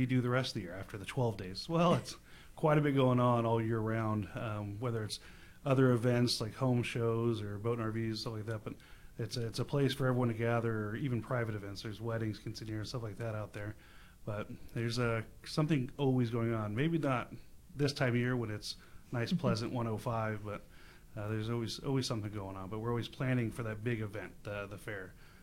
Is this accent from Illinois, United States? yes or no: no; Bakersfield, California, United States; Myself, born and raised in Bakersfield and been around Kern County for quite a while